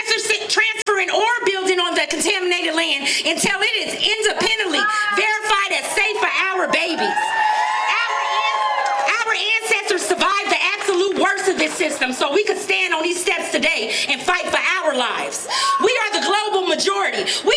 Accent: San Francisco, California, United States; I am born and raised in Bayview Hunters Point, Double Rock to be exact. I'm a Bayview Hunters Point down to my very bones.

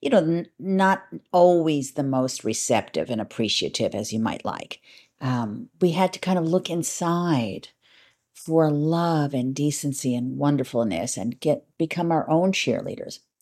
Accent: New Jersey, United States; moved away; So I'm pretty used to tropical, very hot climates. Why? Because I'm from New Jersey. New Jersey is not hot and tropical. But when my parents decided to drag us out of Jersey, we lived on the Jersey Shore

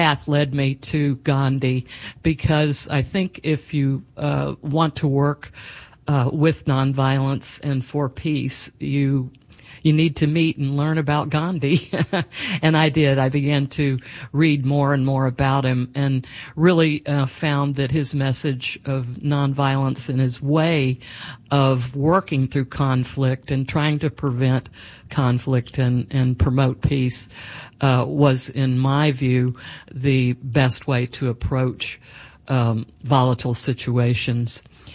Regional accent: Arkansas, United States; moved away; also born or lived in Connecticut / Scottsdale, Arizona; growing up in Arkansas at the time.

